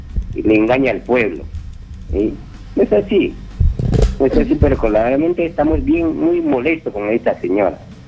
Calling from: Chosica, Lima, Peru; Yo estoy llamando de Chosica.

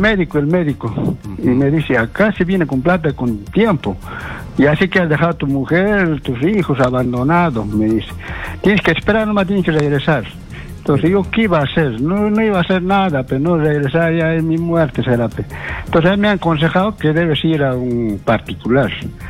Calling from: Puerto Maldonado, Madre de Dios, Peru; No soy de acá, soy de Puerto Maldonado.

